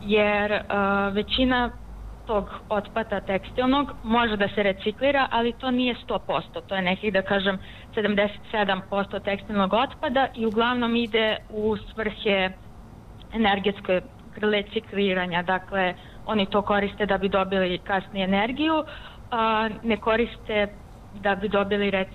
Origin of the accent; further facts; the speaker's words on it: Serbia; now in Austria; primećujem da je dosta nekako situacija bolja nego, na primjer, kod nas u Srbiji. I ono što mi se posebno dopada u Austriji